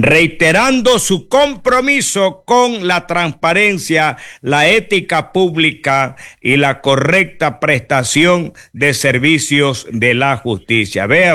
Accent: Ecuador; Somos nosotros los ecuatorianos que le pagamos los sueldos a ustedes.

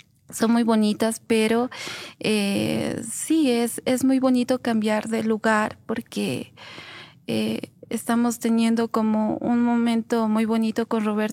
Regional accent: Oruro, Bolivia; moved away as an adult; now in Cochabamba, Bolivia; mi ciudad, Oruro, que yo no me voy a ir de aquí. Soy de Oruro, en Oruro voy a morir. Y nunca me imaginé que iba a estar aquí en la ciudad de Cochabamba.

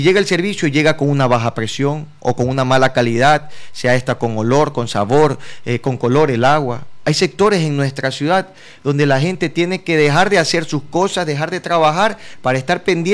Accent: Machala, El Oro, Ecuador; Nací en Machala, crecí en Machala, he hecho toda mi vida en Machala. Mi padre, mi madre nacieron en Machala, mi esposa nació en Machala, mi hija nació en Machala.

